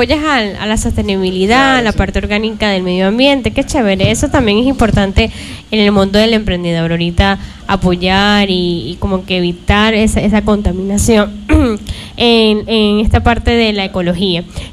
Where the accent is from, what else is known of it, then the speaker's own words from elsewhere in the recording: Buena Fe, Los Ríos, Ecuador; Claro, yo soy de Buena Fe